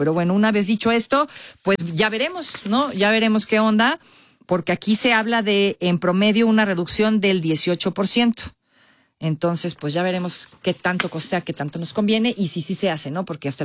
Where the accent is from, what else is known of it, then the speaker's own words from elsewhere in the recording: Mexico; es latino, nosotros somos mexicanos, ¿no? Y los latinos somos de clima cálido.